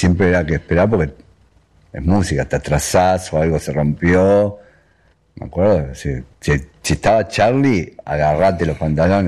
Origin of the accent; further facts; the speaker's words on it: Versalles, Buenos Aires, Argentina; born there; Y era muy cerca, yo nací en Versalles.